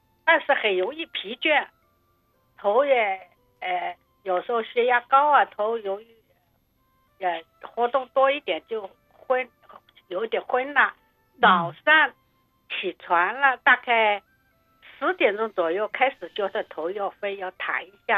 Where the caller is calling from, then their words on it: Vancouver, British Columbia, Canada; 我是温哥华的下的